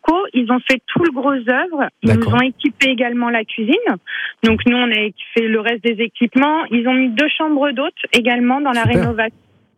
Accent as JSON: {"language": "French", "town": "Lille", "region": "Hauts-de-France", "country": "France", "said": "Donc nous, on est de Lille à la base."}